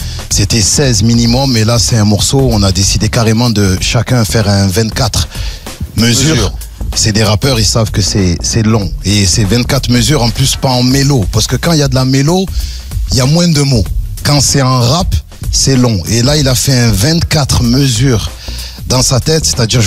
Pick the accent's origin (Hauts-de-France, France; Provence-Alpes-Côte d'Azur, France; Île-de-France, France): Provence-Alpes-Côte d'Azur, France; Marseille; Ouais, sable, en tant que Marseillais, on se comprend.